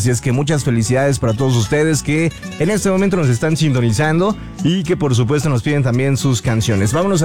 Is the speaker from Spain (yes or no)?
no; Mexico